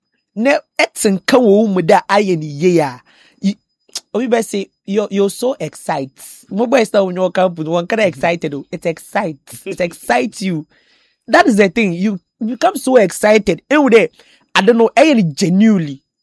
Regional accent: Ghana; But I am happy because he's a Ghanaian and I'm a Ghanaian.

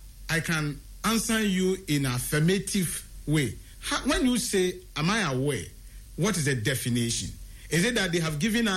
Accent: Ghana; we Ghanaians, as citizens

